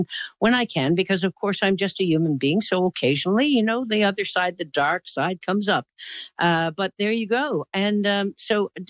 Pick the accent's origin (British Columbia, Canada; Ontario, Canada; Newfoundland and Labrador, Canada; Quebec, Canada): Newfoundland and Labrador, Canada